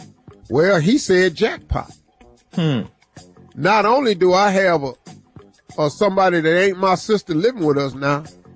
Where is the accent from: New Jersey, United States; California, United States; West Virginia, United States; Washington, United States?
West Virginia, United States; Welch; born or raised there